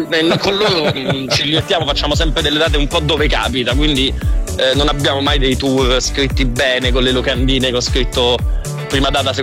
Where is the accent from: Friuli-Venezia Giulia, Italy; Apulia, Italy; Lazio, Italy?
Lazio, Italy; Rome; io sono di Roma